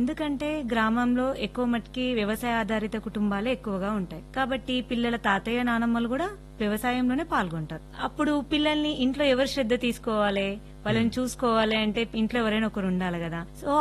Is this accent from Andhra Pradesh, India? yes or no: no; Gandhari, Telangana, India; ఇప్పుడు నేను పనిచేస్తున్న పాఠశాల నా స్వగ్రామం అన్నమాట.